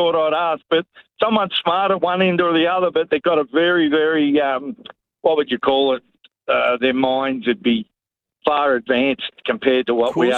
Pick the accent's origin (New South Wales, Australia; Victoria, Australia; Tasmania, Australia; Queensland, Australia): Victoria, Australia; No, well, I wasn't either, but I was brought up in South Gippsland, but not Leongatha. I've never lived anywhere near there